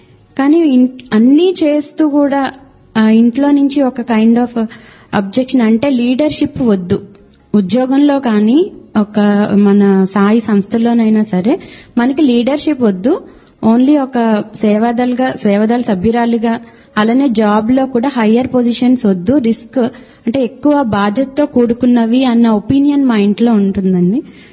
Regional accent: Visakhapatnam, Andhra Pradesh, India; సాయిరామ్ అండి … నేను విశాఖపట్నం నుంచి వచ్చాను.

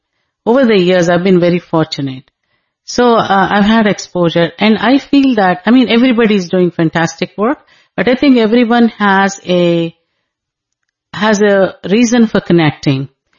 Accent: India; I'm an Indian, and I went to a school that was very much a Indian school

